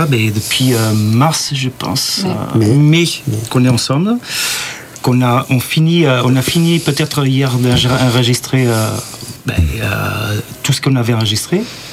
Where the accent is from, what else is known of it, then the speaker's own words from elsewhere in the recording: Portugal; moved away as an adult; now in Gers, France; Moi, je viens de Portugal.